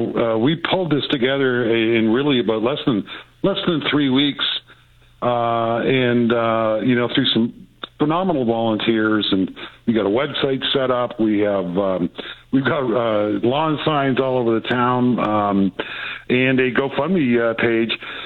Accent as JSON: {"language": "English", "region": "Ontario", "country": "Canada", "tie": "born or raised there", "said": "I grew up in the Niagara Peninsula. I still call it the fruit belt."}